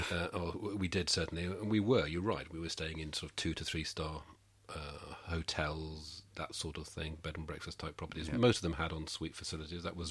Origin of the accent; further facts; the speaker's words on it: Middlesbrough, North East England, United Kingdom; actually living in a small 2-up and 2-down Victorian terrace in the middle of Middlesbrough, which is where I'm from.